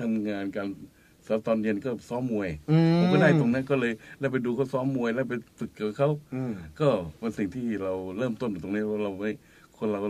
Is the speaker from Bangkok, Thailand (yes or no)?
yes; Bangkok, Thailand; born there; ผมเกิดที่กรุงเทพนี่แหละ